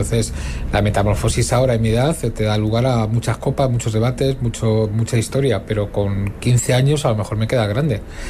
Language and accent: Spanish; Madrid, Community of Madrid, Spain; Hola, buenas. … de Madrid.